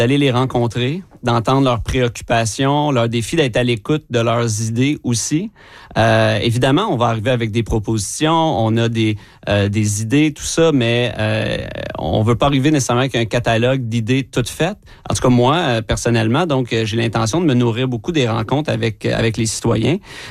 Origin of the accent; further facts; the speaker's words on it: Quebec, Canada; moved away as an adult; Je suis revenu dans la région, qui est ma région natale. Je viens de l'Estrie. Je suis revenu il y a 5 ans